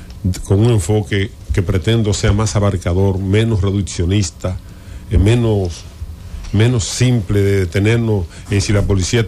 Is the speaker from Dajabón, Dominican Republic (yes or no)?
yes; Dajabón, Dominican Republic; born there; a los familiares del ex senador Juan Zapata de mi provincia natal, Dajabón, que falleció recientemente también